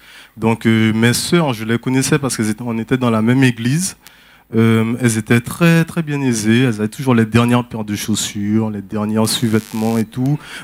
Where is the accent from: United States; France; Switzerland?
France; French Guiana; born there; Je suis née en Guyane, d'une mère qui est martiniquaise.